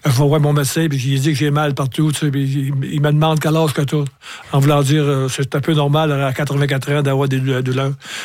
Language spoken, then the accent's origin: French; Montreal, Quebec, Canada; Fait que 4 ans après, vu que c'était chez nous à Montréal, je tenais beaucoup à être présent à cette compétition.